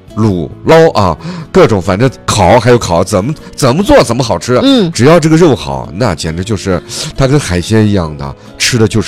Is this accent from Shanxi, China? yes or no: no; Xinjiang, China